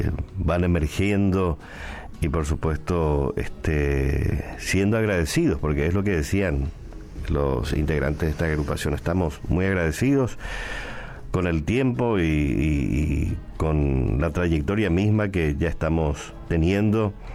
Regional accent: Paraguay; Todos somos paraguayos

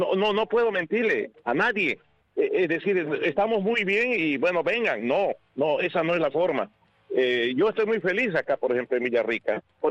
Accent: Santa Cruz de la Sierra, Santa Cruz, Bolivia; Nosotros somos de Santa Cruz, somos de la zona oriental

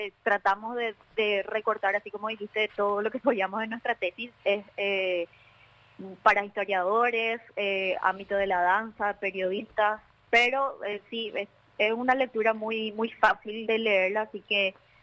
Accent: Paraguay; tuvimos nosotras acá como paraguayas buscar en bibliotecas, museos, en el Archivo del Terror

